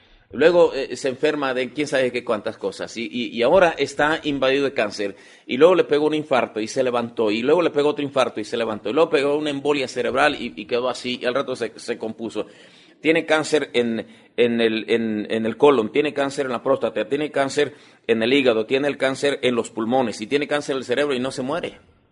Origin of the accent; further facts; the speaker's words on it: Mexico; Como mexicanos, como hispanos